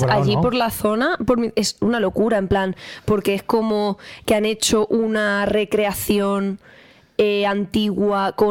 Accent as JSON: {"language": "Spanish", "country": "Spain", "said": "Mi pueblo que está cerquita, a una hora de Toledo"}